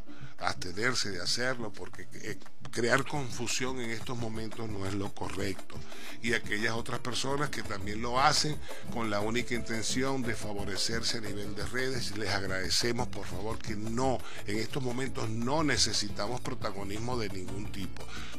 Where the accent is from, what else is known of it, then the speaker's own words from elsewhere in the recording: Venezuela; ese dolor, como venezolanos que somos.